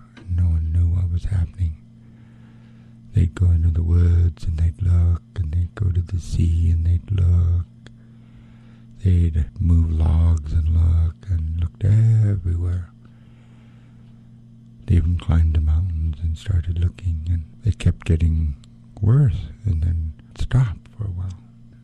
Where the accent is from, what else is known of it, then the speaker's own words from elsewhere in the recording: Craig, Alaska, United States; also born or lived in Hydaburg, Alaska; I'm Eagle Moiety in Frog Clan. I was born in Craig on Prince of Wales Island. My mother is from Heidelberg, so we grew up in both of those two communities. We spent a lot of time in Craig, because that's where my father was from